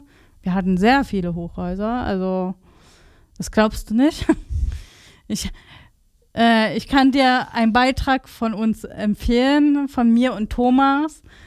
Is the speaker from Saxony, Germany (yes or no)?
yes; Leipzig, Saxony, Germany; Ja, ich bin in Grünau aufgewachsen